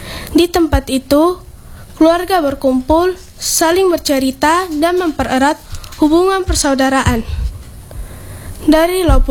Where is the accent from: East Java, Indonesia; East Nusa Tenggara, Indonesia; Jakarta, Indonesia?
East Nusa Tenggara, Indonesia; Justru dengan budaya, kita belajar mengenal akar kehidupan dan menghargai jati diri sendiri sebagai anak Nusa Tenggara Timur.